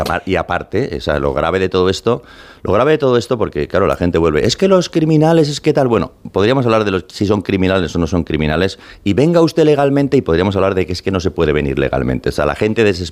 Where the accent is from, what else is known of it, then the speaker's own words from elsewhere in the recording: Spain; moved away as an adult; now in United States; soy ciudadano americano, soy español, porque nací aquí y tal, y fui al Colegio de los Sagrados Corazones